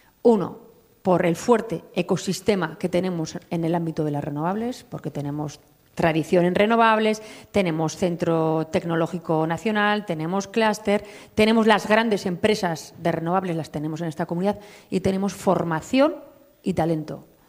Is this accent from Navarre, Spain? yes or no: yes; Navarre, Spain; mira, los navarros somos plurales, diversos, navarros que se sienten vascos, navarros que se sienten del mundo